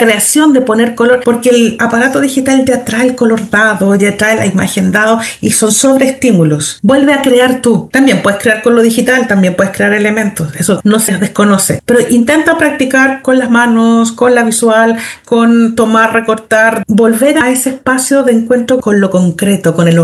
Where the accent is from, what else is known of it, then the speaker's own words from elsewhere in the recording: Santiago, Santiago Metropolitan Region, Chile; now in southern Chile; soy santiaguina, que me vine al